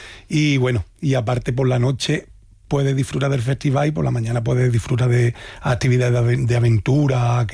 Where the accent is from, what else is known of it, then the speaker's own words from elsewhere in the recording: Algodonales, Andalusia, Spain; born there; Sí, es mi pueblo. Es donde yo nací. Algodonales. Está la Sierra de Cádiz, además un pueblo muy bonito